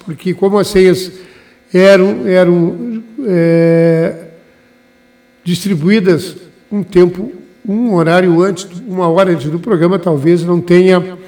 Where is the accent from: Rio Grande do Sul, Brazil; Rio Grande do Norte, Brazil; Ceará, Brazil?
Rio Grande do Sul, Brazil; Dom Pedrito; moved away; eu sou natural de Dom Pedrito, vizinho ali de Santana do Livramento, como diz, entre Livramento e Bagé.